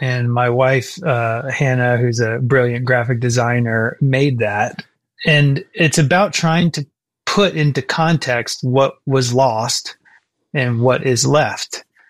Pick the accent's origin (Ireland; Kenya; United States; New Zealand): United States; Gainesville, Florida; where I grew up in Gainesville, we have swamps all over the place.